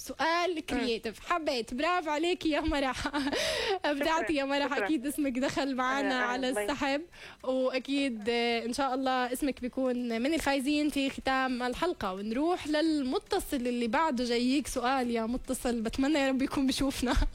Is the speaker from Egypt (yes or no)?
no; Gaza, Gaza Strip, Palestine; لا إحنا غزاز